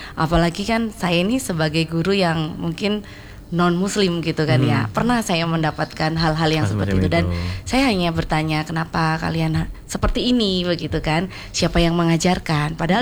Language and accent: Indonesian; Java, Indonesia; Kami kan orang Jawa begitu kan ya.